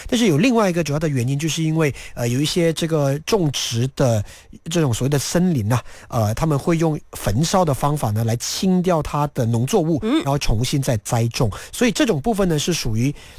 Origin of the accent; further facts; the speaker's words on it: Malaysia; 第二呢，当然就是我们马来西亚人，因为我们这边没有火山，我们也不处在这个地震的板块啊。